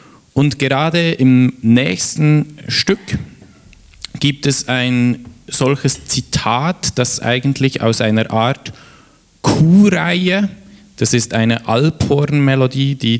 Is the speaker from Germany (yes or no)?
no; Bern, Switzerland; accent: Bernese German; «Es hautet» ist in meinem Dialekt, in Berndeutsche